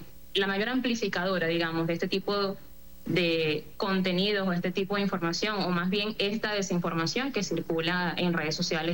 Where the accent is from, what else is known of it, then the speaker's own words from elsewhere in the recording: La Guaira, Venezuela; pero yo soy de La Guaira y bueno, he venido allí también sintiendo bastante lo que ha ocurrido.